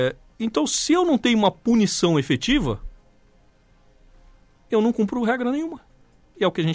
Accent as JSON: {"language": "Portuguese", "country": "Brazil", "said": "nós somos brasileiros."}